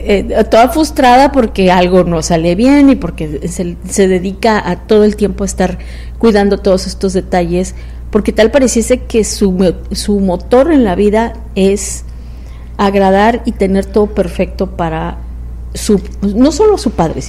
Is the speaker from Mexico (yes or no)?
yes; Mexico City, Mexico; born there; also born or lived in Tabasco; now in Tijuana, Mexico; Bueno, yo he vivido en ciudades, por ejemplo, como la Ciudad de México. Bueno, nací en la Ciudad de México. Toda mi familia es de la Ciudad de México.